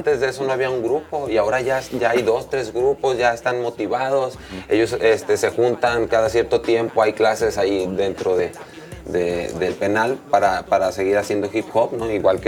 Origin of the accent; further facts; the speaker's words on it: Tepic, Nayarit, Mexico; Soy de Tepic, Nayarit, orgullosamente.